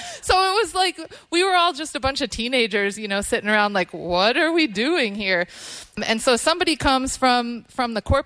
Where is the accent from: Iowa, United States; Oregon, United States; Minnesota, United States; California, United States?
Minnesota, United States; Palisade; So I grew up in Aiken County. My mom grew up in Aiken County. My grandma grew up in Aiken County.